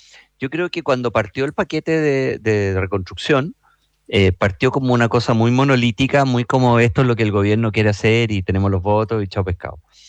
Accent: Chile; somos todos los chilenos

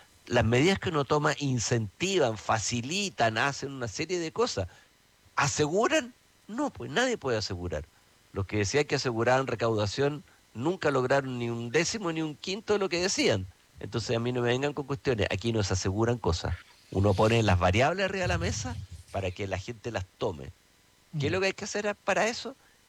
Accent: Chile

